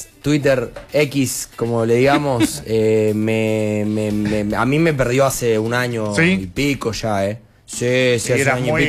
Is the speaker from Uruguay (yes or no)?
no; Argentina